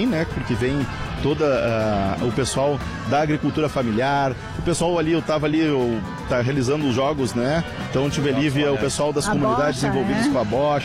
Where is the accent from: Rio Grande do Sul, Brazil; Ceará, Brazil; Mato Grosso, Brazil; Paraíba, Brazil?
Rio Grande do Sul, Brazil; Santo Ângelo; moved away; also born or lived in Lagoa Vermelha; sou de Santo Ângelo, fui... Eu me criei em Santo Ângelo, né? Eu nasci em Lagoa Vermelha, mas eu fui muito cedo para Santo Ângelo, então a minha trajetória de estudos, de convívio comunitário é em Santo Ângelo